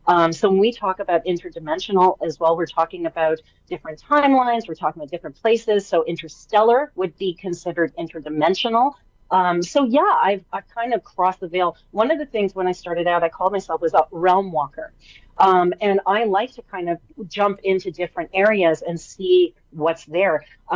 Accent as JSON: {"language": "English", "country": "Canada", "said": "I'm Canadian, I'll still say that."}